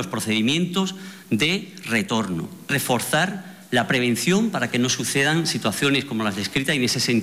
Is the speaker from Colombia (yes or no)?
no; Ceuta, Spain; Yo soy un ceutí, por así decirlo, de la diáspora.